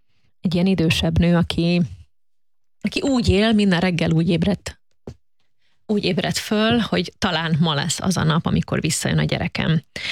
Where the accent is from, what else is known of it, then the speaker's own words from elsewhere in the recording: Šamorín, Trnava Region, Slovakia; Én felvidéki vagyok, egy kisvárosban származom, Csalóközből, Somorjáról